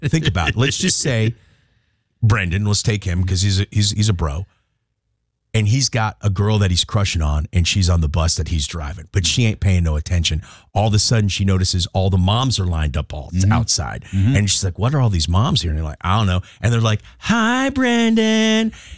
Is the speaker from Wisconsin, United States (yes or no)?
no; Nashville, Tennessee, United States; I grew up in the South too, but like, I guess Nashville's not really the South.